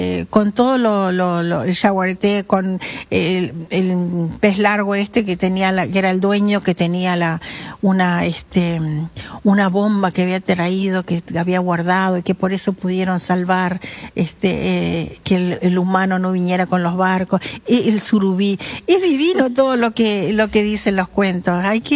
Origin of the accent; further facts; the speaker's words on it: Salto, Uruguay; born there; Tanto que o sea, Quiroga es nacido en el mismo lugar. Los dos nacimos en Salto.